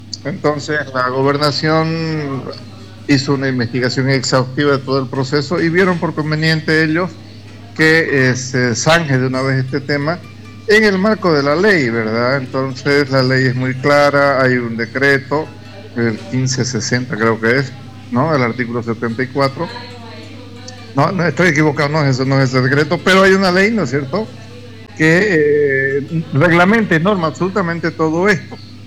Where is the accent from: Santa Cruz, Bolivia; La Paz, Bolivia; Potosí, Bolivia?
Santa Cruz, Bolivia; Pampa Grande; soy de Pampa Grande, ¿cierto? Pero también tengo familia en el otro lado.